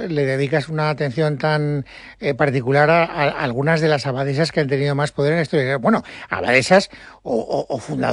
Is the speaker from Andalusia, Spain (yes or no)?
no; Valencian Community, Spain; me sorprende mucho, como soy valenciano